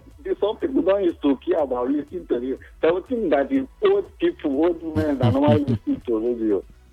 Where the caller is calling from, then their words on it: Abuja, Federal Capital Territory, Nigeria; calling from Gudu.